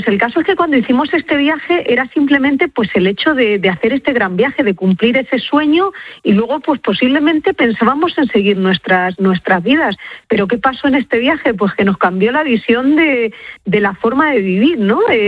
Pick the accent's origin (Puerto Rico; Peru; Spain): Spain; Tobarra, Castilla-La Mancha; Pues somos de un pueblo de Albacete, Tobarra.